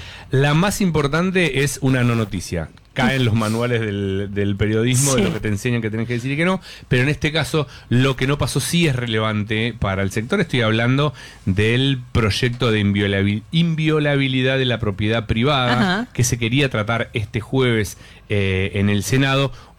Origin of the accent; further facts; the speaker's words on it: Argentina; Soy argentino, me sobran las...